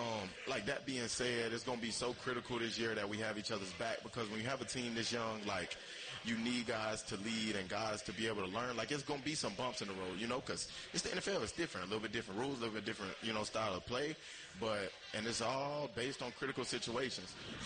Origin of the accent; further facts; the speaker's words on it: Louisiana, United States; I'm from Louisiana.